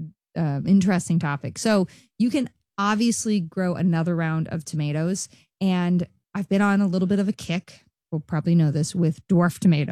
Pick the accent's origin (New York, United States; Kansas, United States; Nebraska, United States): Kansas, United States; I grew up on it in Kansas and it was like, you know, it had no flavor.